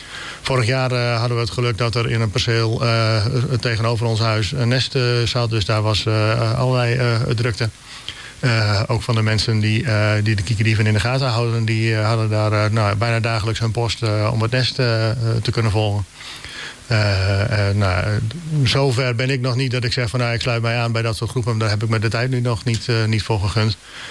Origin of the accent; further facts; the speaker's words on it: Appingedam, Groningen, Netherlands; now in Nieuwolda, Netherlands; En ik kom van oorsprong uit Appingedam, dus daar kom ik weg. Ben op enig moment geland in Nieuwolda.